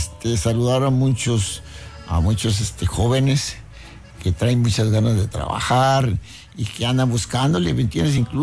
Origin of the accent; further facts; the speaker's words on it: Nuevo Progreso, Tamaulipas, Mexico; moved away; also born or lived in Reynosa; ahí nos criamos nosotros en ese pueblo, Nuevo Progreso. Y de ahí salimos yo y mi hermano para Reynosa